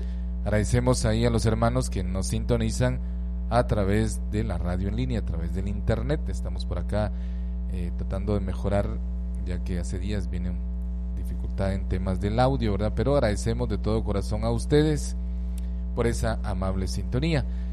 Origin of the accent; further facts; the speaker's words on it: Guatemala; esta época tan especial como guatemaltecos en alegría